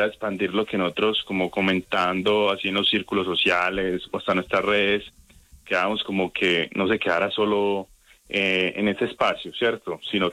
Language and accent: Spanish; Colombia; nosotros como colombianos